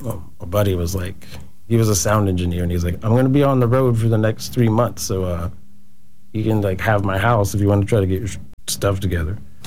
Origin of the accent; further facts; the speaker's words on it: Dayton, Ohio, United States; born there; also born or lived in Georgia / Michigan / California / Nashville; now in Austin, United States; Yes, I was born in Dayton, Ohio, but I also moved around as a kid. I lived in Georgia, lived in Michigan, and just kind of floated around, like, traveling around quite a bit.